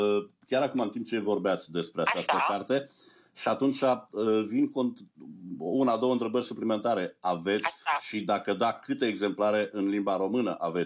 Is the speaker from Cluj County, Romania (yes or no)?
yes; Cluj-Napoca, Cluj County, Romania; now in Montreal, Canada; Cluj-Napoca, satul meu drag, Clujul.